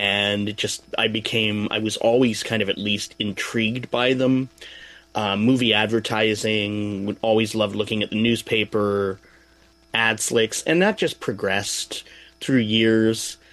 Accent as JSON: {"language": "English", "region": "Alberta", "country": "Canada", "tie": "born or raised there", "also_born_or_lived": "Oshawa", "said": "I was born in Oshawa, I grew up in Alberta"}